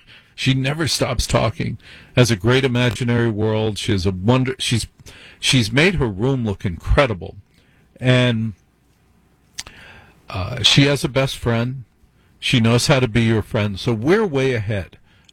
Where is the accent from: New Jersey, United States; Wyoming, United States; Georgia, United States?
New Jersey, United States; Maplewood; I grew up in the hills. I grew up in the Maplewood area. Don't live there now